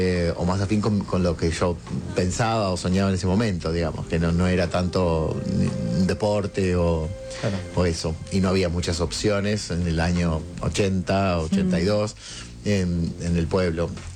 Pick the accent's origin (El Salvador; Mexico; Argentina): Argentina; Rosario, Santa Fe; moved away; vengo del interior, vengo de Rosario